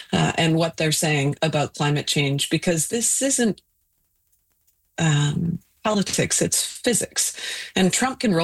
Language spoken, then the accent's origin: English; Canada; I'm as a Canadian embarrassed on international stages